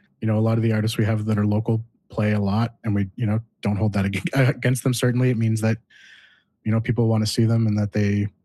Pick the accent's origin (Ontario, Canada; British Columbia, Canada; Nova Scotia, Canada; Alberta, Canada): Nova Scotia, Canada; Cole Harbour; I grew up in Cole Harbour, which isn't quite Dartmouth, but we can, nitpick over that if we want later.